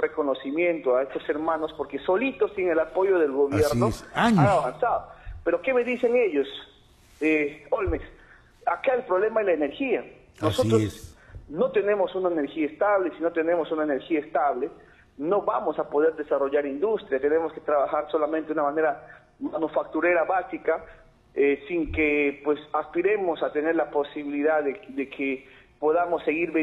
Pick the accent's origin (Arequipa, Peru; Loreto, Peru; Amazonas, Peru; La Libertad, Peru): Loreto, Peru; Punchana; Yo soy de Punchana